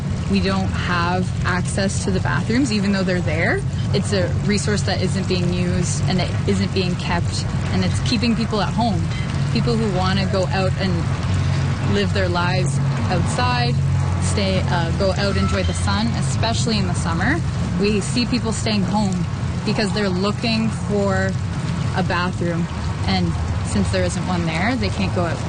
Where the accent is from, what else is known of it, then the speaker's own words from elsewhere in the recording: Tantallon, Nova Scotia, Canada; Well, I'm from Tantallon